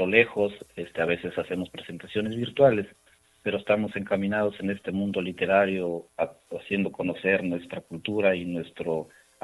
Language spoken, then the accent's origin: Spanish; Usquil, La Libertad, Peru; moved away as an adult; now in Trujillo, Peru; Yo soy del distrito de Usquil, nací en Usquil, la provincia de Otuzco, departamento de La Libertad. Estudié también mi primaria y mi secundaria en el Colegio Teófilo Benítez Gil. Y terminando, pues me vine a la ciudad de Trujillo, donde radico actualmente.